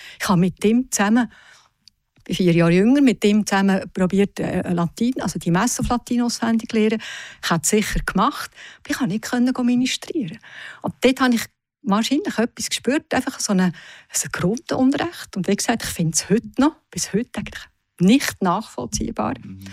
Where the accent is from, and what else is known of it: Aargau, Switzerland; born or raised there; also born or lived in Zug